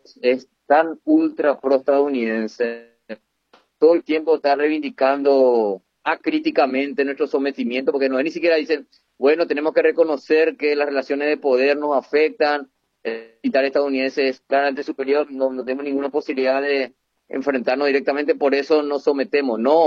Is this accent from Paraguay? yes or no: yes; Paraguay